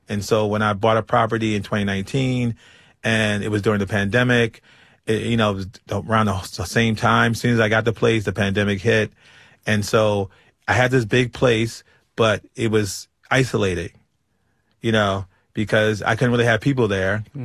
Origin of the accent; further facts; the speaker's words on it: Baltimore, Maryland, United States; it was not really necessarily my experience completely growing up in Baltimore